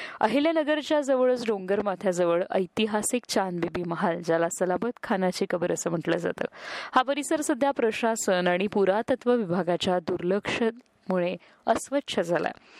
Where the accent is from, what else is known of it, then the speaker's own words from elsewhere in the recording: Ahmednagar, Maharashtra, India; एक नगरकर म्हणून